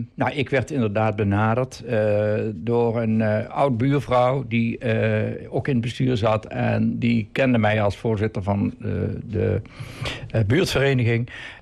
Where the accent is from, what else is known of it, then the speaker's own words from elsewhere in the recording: Boekel, North Brabant, Netherlands; also born or lived in Venhorst; now in Sint Anthonis, Netherlands; Ik ben 75 jaar, woon in Sint-Tunis al sinds een jaar of 19 inmiddels. Kom oorspronkelijk uit Boekel en heb ook met mijn vrouw samen 30 jaar in Venhorst gewoond.